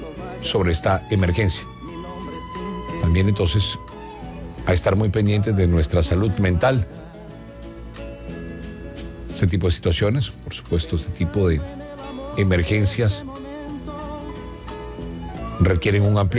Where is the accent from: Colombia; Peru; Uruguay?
Colombia; Todos como colombianos estamos conectados de alguna u otra manera.